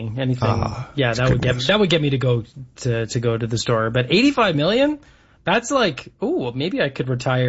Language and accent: English; Canada; That's a great thing about being Canadian.